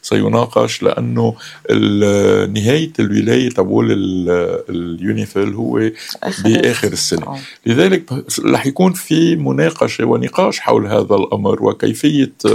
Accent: Lebanon; نحن كلبنانيين بعتقد وقت بيكون عندك شبه إجماع

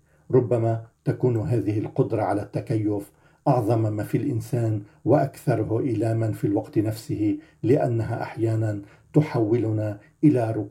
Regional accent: Lebanon; لكن واقعنا كلبنانيين تحول إلى كوننا صرنا نولد من بين الركام أو نموت تحت الردم.

